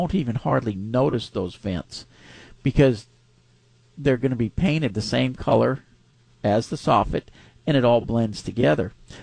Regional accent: Pasadena, Texas, United States; I grew up in Pasadena, and so I've been part of the rodeo for quite a few years already.

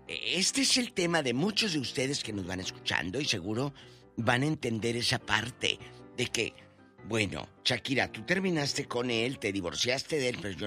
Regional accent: Matamoros, Tamaulipas, Mexico

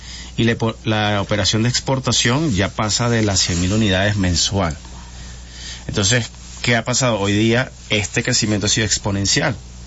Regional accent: Venezuela

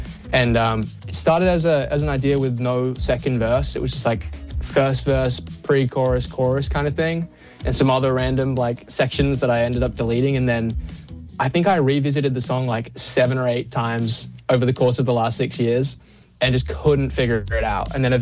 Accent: Perth, Western Australia, Australia; now in Los Angeles, United States; Yeah, I'm from Perth.

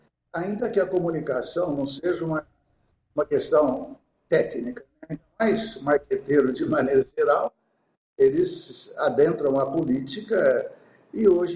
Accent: Serra Azul, São Paulo, Brazil; sou de Serra Azul

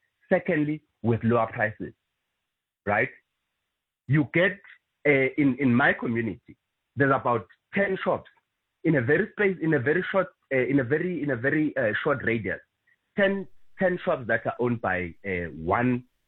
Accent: South Africa; So we grew up here in South Africa.

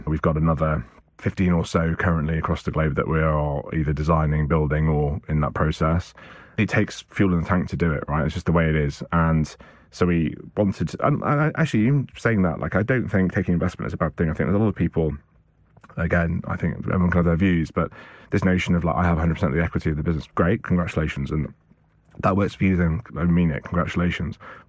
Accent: Ireland; now in United Kingdom; And again, as an Irishman, I find it slightly tricky, but I kind of smile and I take the compliment.

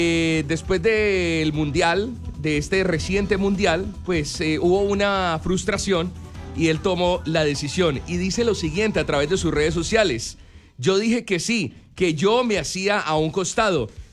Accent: Colombia; los hinchas, o nosotros como colombianos, la verdad, también lamentamos la pronta

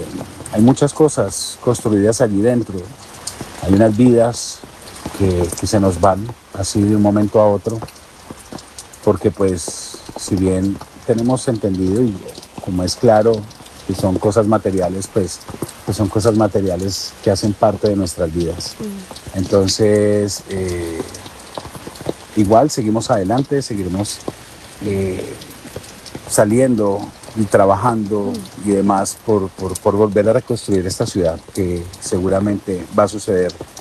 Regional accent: Pereira, Risaralda, Colombia; nosotros como colombianos, como pereiranos

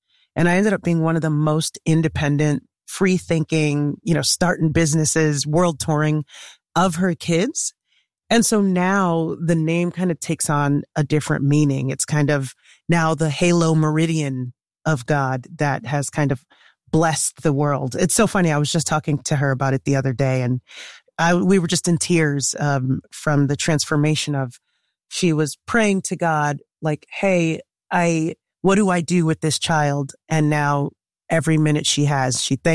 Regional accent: Ithaca, New York, United States; But I grew up in Ithaca, and with my parents being Nigerian, you know, we were a very immigrant household.

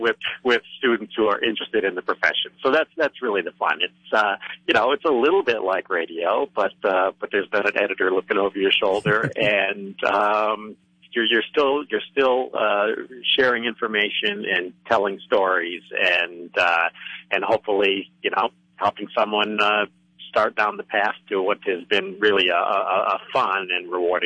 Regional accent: Monroe, Michigan, United States; My hometown is Monroe, Michigan

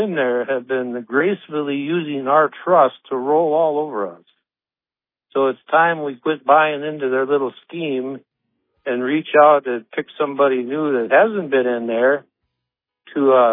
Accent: United States; I'm an American farmer, small businessman. Never been in politics, never city council, city committee, county, nothing.

